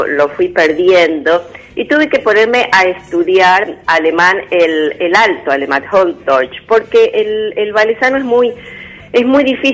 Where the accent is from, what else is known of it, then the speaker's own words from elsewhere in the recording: Argentina; born there; nosotros somos doble nacionales. Nuestra familia, o sea, es argentina, nacimos en Argentina, pero tenemos la nacionalidad suiza.